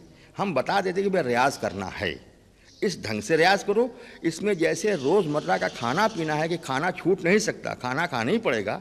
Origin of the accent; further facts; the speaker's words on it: Varanasi, Uttar Pradesh, India; जैसे हमारी बोली है। अब हम हमारे बनारस के बोले कहा भैया, कहाँ से आवत हुआ, कहाँ जात हुआ